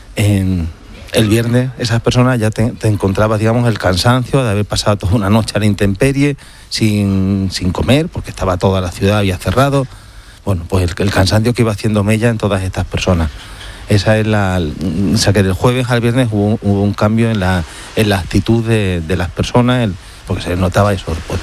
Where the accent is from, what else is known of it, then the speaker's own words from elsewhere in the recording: Ceuta, Spain; yo como soy de Ceuta y me siento muy de Ceuta